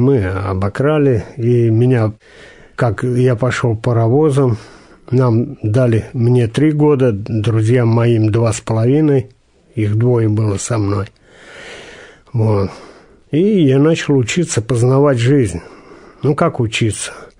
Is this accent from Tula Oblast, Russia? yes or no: yes; Tula Oblast, Russia; born or raised there